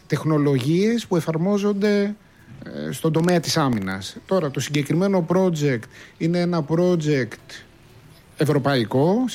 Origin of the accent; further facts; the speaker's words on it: Athens, Attica, Greece; Εγώ είμαι Αθηναίος, αλλά η καταγωγή νησιώτης, Κεφαλονιά, το λέει και το όνομα, και η Κρήτη.